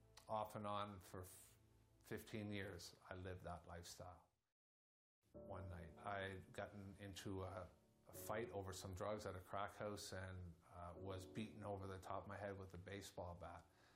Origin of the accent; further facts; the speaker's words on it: Saint John, New Brunswick, Canada; I grew up in St. John, New Brunswick, into it's a relatively normal, typical home.